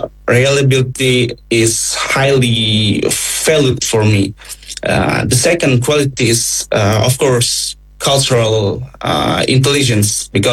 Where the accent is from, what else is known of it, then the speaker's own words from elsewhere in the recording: Banten, Indonesia; English is a second language; moved away as an adult; now in Russia; Actually, I'm from Banten.